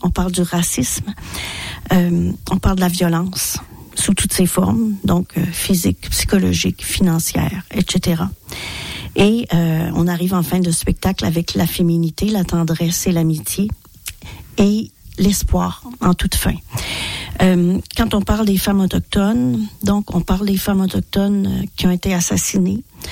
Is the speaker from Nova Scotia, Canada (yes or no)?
no; Quebec, Canada; comme on dit chez nous au Québec